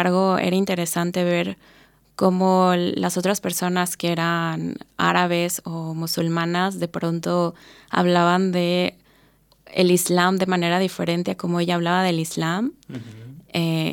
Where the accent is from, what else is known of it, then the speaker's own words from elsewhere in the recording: Mexico; Yo soy mexicana y también como picante